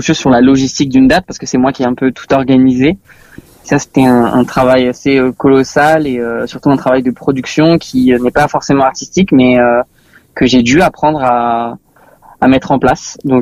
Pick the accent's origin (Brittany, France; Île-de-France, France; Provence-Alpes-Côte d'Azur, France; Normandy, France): Île-de-France, France; Tremblay-en-France; moi je viens de Tremblay en France.